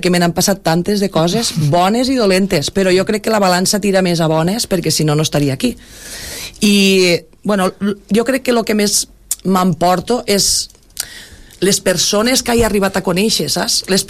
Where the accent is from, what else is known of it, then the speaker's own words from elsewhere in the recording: Tortosa, Catalonia, Spain; born there; moved away as an adult; now in Roquetes, Spain; Jo soc, o sigui, vaig néixer a Tortosa i soc de Roquetes.